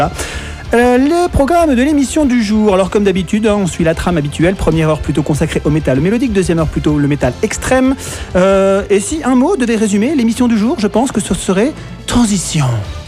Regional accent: France; nous sommes français.

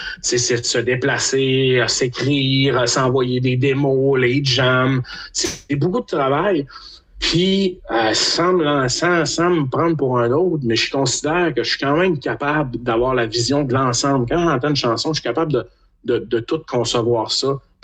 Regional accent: Quebec, Canada; ça doit pas être tout le monde qui va voir que je viens du Québec, là.

